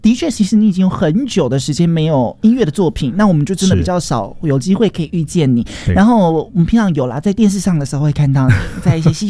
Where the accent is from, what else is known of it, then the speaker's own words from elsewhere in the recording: Kaohsiung, Taiwan; 因为我也是高雄人嘛